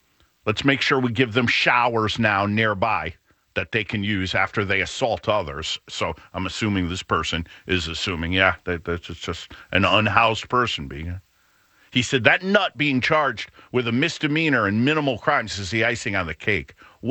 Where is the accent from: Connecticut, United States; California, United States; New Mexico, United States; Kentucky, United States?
Connecticut, United States; New Haven; Me growing up in New Haven.